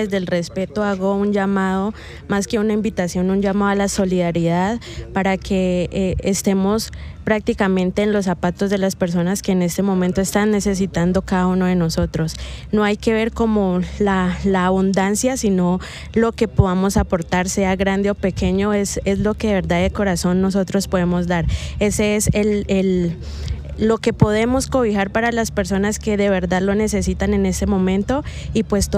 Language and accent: Spanish; Popayán, Cauca, Colombia; Aquí de Popayán.